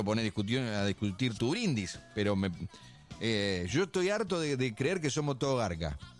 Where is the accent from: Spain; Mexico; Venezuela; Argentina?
Argentina; los argentinos somos malos, los argentinos somos esto.